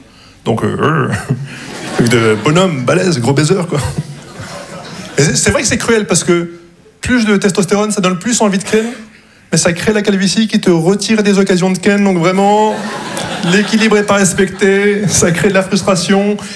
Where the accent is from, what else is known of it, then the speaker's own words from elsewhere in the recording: Casablanca, Casablanca-Settat, Morocco; Non, j'ai l'impression d'être un arabe undercover. Je viens de Casablanca, et je parle comme si je venais du 16e.